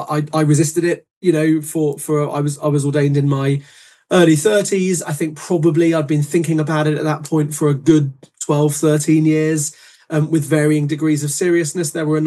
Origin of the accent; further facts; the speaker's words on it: England, United Kingdom; we are English at the end of the day